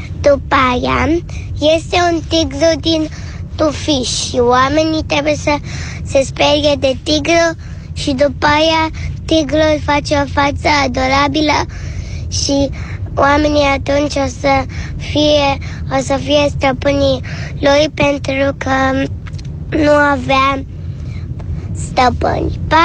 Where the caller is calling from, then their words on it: Bucharest, Romania; din București și am 5 ani